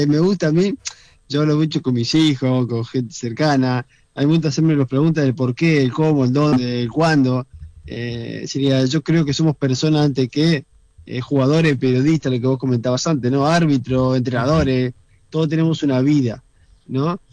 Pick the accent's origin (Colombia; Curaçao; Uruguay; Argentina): Argentina; Reconquista, Santa Fe; Tenemos un club en Reconquista, en mi ciudad, donde yo soy de ahí, de Argentina